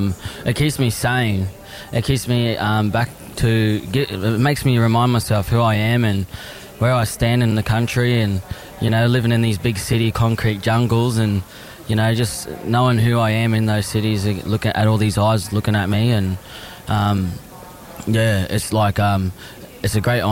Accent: Caboolture, Queensland, Australia; my hometown in Caboolture.

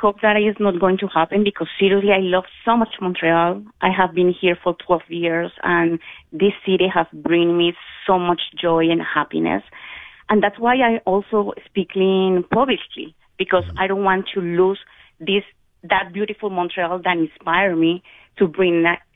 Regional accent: Colombia; English is a second language; yeah, that will be an issue because I'm from Colombia. So it's like I changed from country just to looking for a safety place

